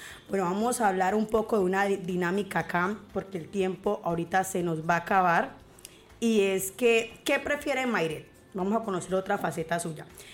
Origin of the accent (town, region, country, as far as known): Arauca, Colombia